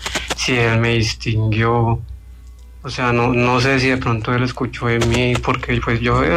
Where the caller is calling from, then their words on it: Villavicencio, Meta, Colombia; De Villavicencio